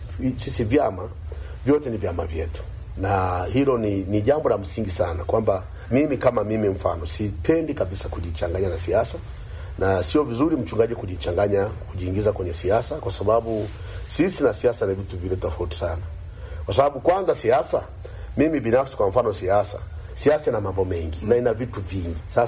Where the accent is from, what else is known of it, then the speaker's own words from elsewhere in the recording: Tanzania; sisi ni Watanzania, na Tanzania yetu ndio Mungu ametupatia.